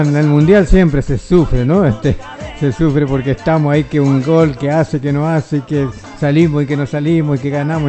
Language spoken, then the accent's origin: Spanish; Argentina; now in Mercedes, Argentina; como los argentinos somos muy pasionales con respecto al fútbol